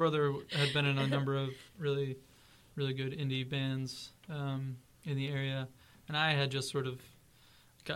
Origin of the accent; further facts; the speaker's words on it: Mount Rainier, Maryland, United States; I'm also from Maryland, but I grew up in a small suburb outside of D.C., Mount Rainier, Maryland.